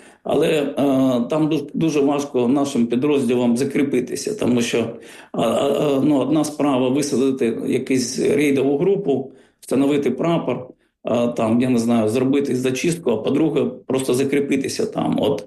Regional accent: Sevastopol, Ukraine; я сам з Севастополя, з Криму

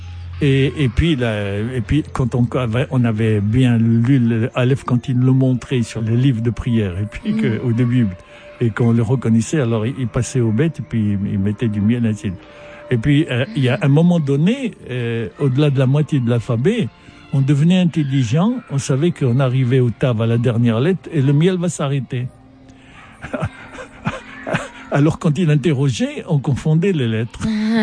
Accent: Casablanca, Casablanca-Settat, Morocco; Je venais, bon, j'avais du Maroc, j'avais mon milieu au Maroc

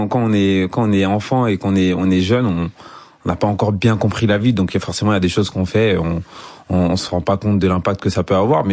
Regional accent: Côte d’Ivoire; moved away; Et moi, l'époque où j'ai quitté la Côte d'Ivoire et l'accent aujourd'hui, ça a bien évolué.

